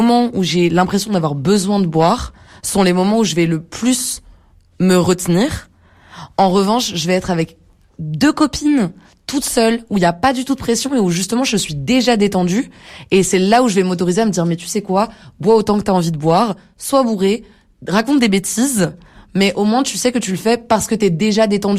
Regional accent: France; je suis française et j'adore le vin.

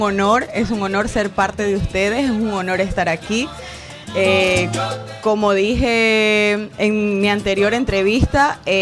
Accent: Ecuador; moved away; yo soy ecuatoriana de pura cepa

